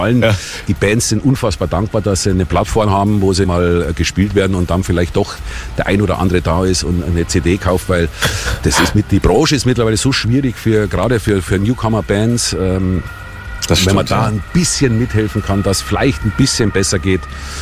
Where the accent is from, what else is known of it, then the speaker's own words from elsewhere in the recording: Bavaria, Germany; Ja gut, du musst wissen, ich bin in Bayern aufgewachsen.